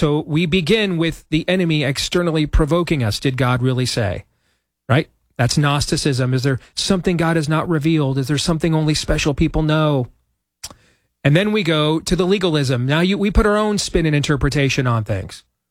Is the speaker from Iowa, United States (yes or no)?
yes; Iowa, United States; Chris McGonigal from my home state of Iowa is going to join us